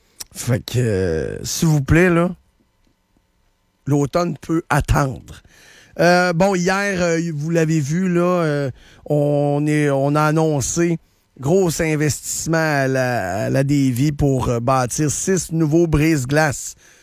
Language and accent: French; Montmagny, Quebec, Canada; accent: Montmagny; Bon, des fois, j'ai mon accent Manny Montois, là.